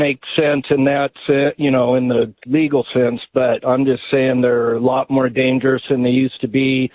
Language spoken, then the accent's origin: English; Oregon, United States; I grew up in Central Oregon, a native of Oregon.